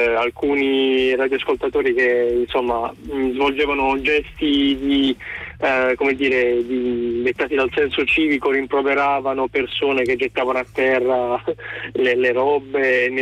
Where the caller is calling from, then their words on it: Bari, Apulia, Italy; chiamo da Bari, sono un ventottenne e faccio l'informatico nella vita.